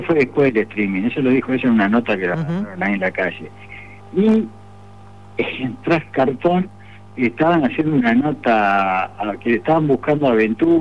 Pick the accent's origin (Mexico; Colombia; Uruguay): Uruguay; los uruguayos somos potencia